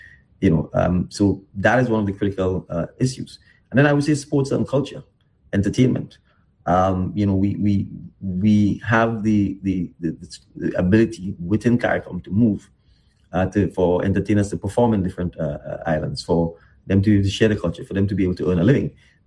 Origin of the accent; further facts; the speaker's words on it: Grenada; moved away as an adult; also born or lived in Barbados / Trinidad and Tobago; I was born in Grenada, primary and secondary school, educated in Grenada, but I got the opportunity to be educated at the University of the West Indies, which is a melting pot of Caribbean education in Barbados and then in Trinidad and Tobago.